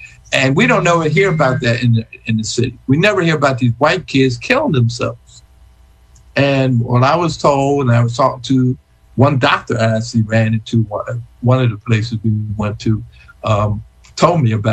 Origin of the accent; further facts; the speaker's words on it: Philadelphia, Pennsylvania, United States; I'm from Philadelphia